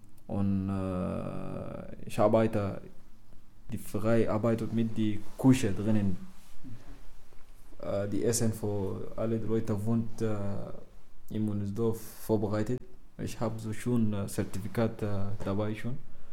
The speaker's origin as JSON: {"language": "German", "country": "Sudan", "second_language": "German", "moved": "as an adult", "lives_now": "Germany", "said": "Ich komme aus dem Sudan und ich kann Arabisch sehr, so gut."}